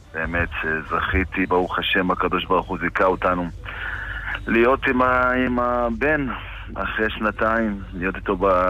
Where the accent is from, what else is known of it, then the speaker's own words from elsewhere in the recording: Kiryat Malakhi, Southern District, Israel; אנחנו מקריית מלאכי, והוא היה גר אצל אמא שלי ברמלה. הוא ישן איתי באחד הלילות, ישן איתי בבית בקריית מלאכי